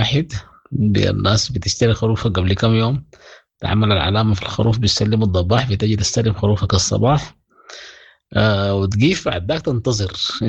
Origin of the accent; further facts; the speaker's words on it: Sudan; now in Kigali, Rwanda; النظام طبعا مختلف عندنا في السودان، نحن هناك الشغل مجهودات فردية والناس بتطبخ براها وفي البيوت وكده